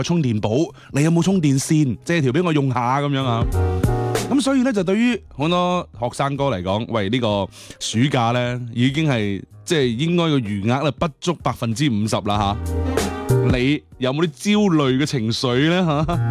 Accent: Guangdong, China; 我哋广东人众所周知冇秋天噶嘛，系嘛？只有夏天同埋冬天，我哋一般系一夜入冬啊嘛。

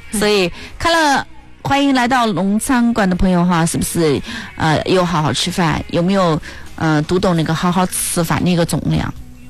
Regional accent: Chongqing, China; 我们重庆人

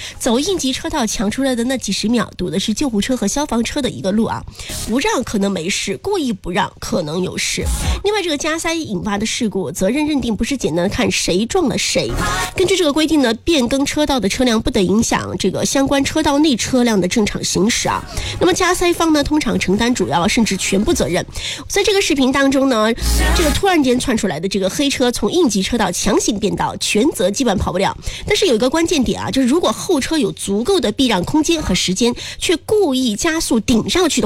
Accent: China; 我们中国人

